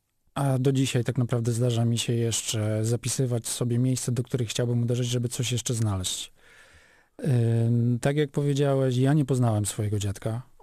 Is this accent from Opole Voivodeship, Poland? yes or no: yes; Niemodlin, Opole Voivodeship, Poland; Urodziłem się w Niemodlinie.